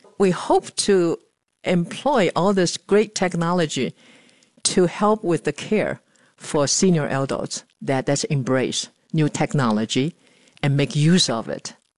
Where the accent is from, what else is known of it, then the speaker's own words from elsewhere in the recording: Taiwan; I was born and raised in Taiwan. I am 71 years old